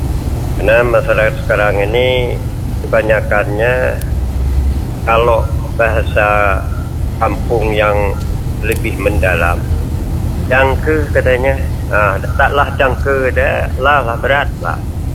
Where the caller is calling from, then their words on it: Bangka Belitung Islands, Indonesia; kami sebagai masyarakat Balunijuk